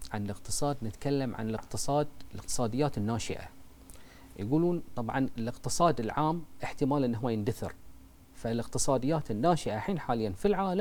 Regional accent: Bahrain; عندنا في البحرين

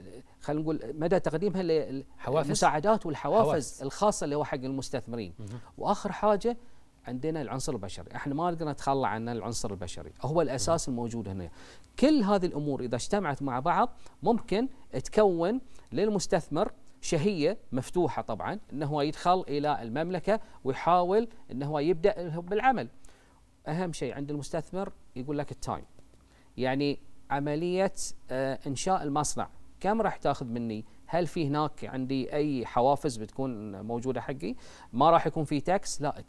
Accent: Bahrain; عندنا في البحرين

